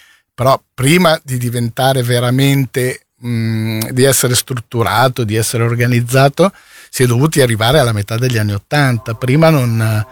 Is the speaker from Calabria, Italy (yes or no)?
no; Brianza, Lombardy, Italy